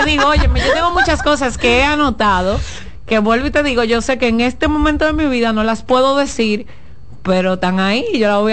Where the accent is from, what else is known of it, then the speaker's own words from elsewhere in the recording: Higüey, La Altagracia, Dominican Republic; born there; Yo nací en Higüey